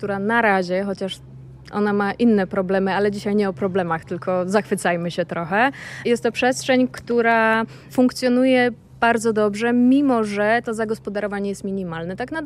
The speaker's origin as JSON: {"language": "Polish", "town": "Gdańsk", "region": "Pomeranian Voivodeship", "country": "Poland", "said": "Jestem gdańszczanką"}